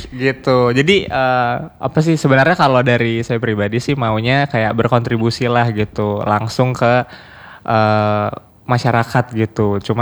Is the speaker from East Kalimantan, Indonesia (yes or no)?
yes; Samarinda, East Kalimantan, Indonesia; also born or lived in Yogyakarta; di kampung saya di Samarinda gitu kan. Walaupun Samarinda bukan kampung ya teman-teman.